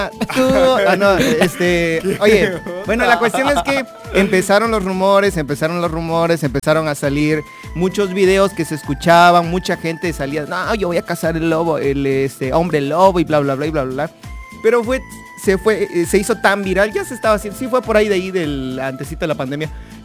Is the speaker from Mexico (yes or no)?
yes; Ocozocoautla de Espinosa, Chiapas, Mexico; en mi pueblo de Ocoso Cuautla, coita para los amigos